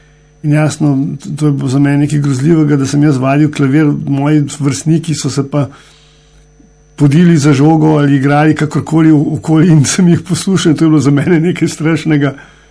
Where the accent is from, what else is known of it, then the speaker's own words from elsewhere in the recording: Novo Mesto, Southeast Slovenia, Slovenia; Odraščal sem v Novem mestu, torej sem, lahko rečem, mestni otrok.